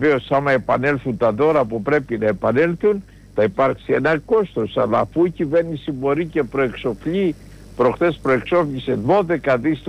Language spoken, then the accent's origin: Greek; Pyrgos, Western Greece, Greece; now in Athens, Greece; σας χαιρετώ από τον όμορφο πύργο, έχω κατέβει την πατρίδα μου.